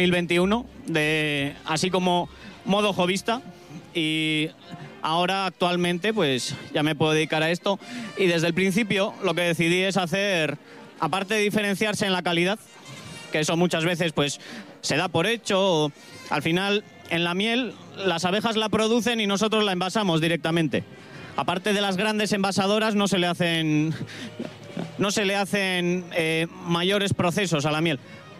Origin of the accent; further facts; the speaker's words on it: Leza, Basque Country, Spain; vengo desde Leza, de ahí, Rioja Alavesa, al igual que Héctor.